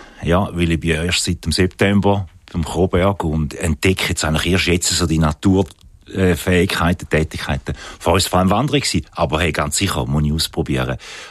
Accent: Appenzell Ausserrhoden, Switzerland; born there

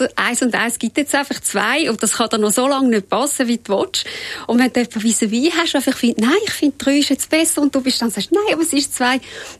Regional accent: Zurich, Switzerland; ich bin in Rätherschen aufgewachsen

